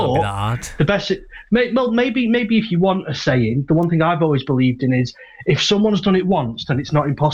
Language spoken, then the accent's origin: English; Blackpool, North West England, United Kingdom; moved away; I'm originally from Blackpool